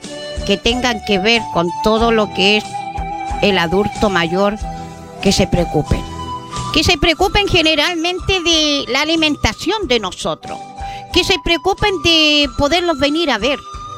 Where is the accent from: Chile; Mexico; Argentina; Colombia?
Chile; los ponemos las pilas como buen chileno, porque somos chilenos y también somos buenos para poder ayudar.